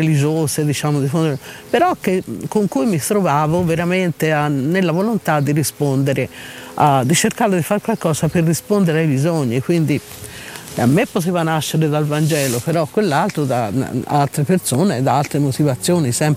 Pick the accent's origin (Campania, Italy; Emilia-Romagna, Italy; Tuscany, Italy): Tuscany, Italy; un po' siamo toscani, un po' siamo anche un po' scanzonati